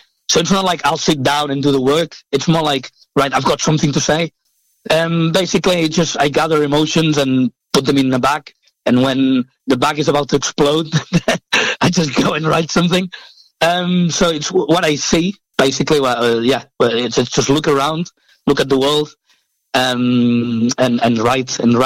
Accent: Spain; now in United Kingdom; I am from Spain. But I've lived in the UK for like so many years. I think it was like 13 years or something like that.

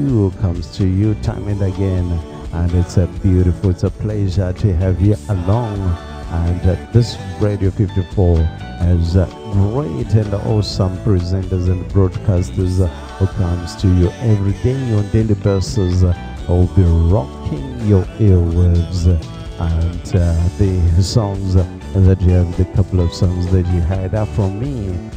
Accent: Zimbabwe; I come from Zimbabwe, and of course, Radio 54 is broadcasted across the world, and 54 is for the 54 countries in Africa.

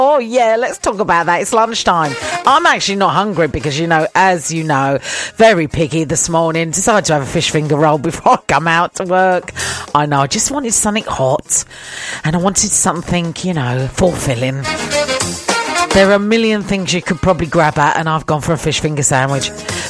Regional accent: London, United Kingdom; born there; now in Scotland, United Kingdom; where I was born in London and we called them Wallies.

